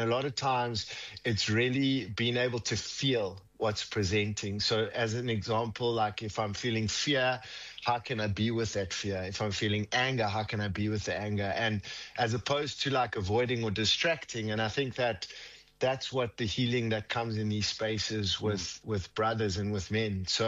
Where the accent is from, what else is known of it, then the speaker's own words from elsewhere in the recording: South Africa; as a South African